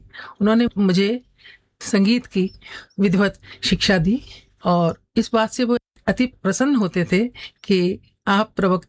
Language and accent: Hindi; Firozabad, Uttar Pradesh, India; born there; now in Agra, India; मेरा जन्म 1961 में हुआ था, फिरोजाबाद में